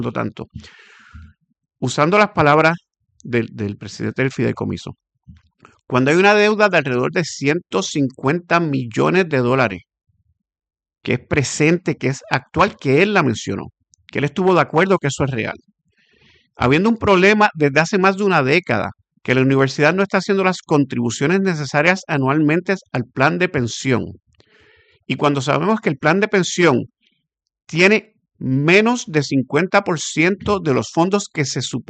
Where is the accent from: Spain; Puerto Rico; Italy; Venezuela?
Puerto Rico; Yo soy un puertorriqueño, yo vivo en Puerto Rico, mis hijos viven aquí, van a la escuela aquí, y yo soy parte de la sociedad puertorriqueña